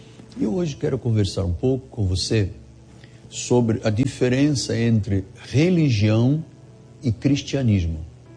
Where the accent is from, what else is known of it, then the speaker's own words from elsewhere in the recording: Angola; born there; moved away; Eu fui um religioso durante 21 anos. Eu era da Igreja Católica Apostólica Romana, na minha terra, em Angola.